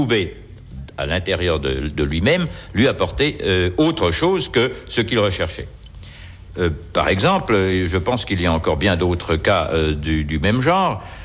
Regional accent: Lons-le-Saunier, Bourgogne-Franche-Comté, France; j'avais 15 ans, j'avais une mansarde dans la maison de mon père, à Lons-le-Saunier, dans le Jura. Je suis jurassien, je suis franc-comtois.

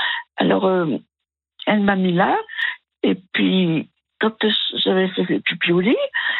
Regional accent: Cosne-Cours-sur-Loire, Bourgogne-Franche-Comté, France; je suis née à Cône.

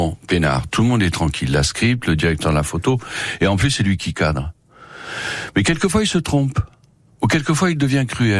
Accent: France; En plus, on est français, donc on n'a pas la même approche agressive qu'à l'acteur américain.

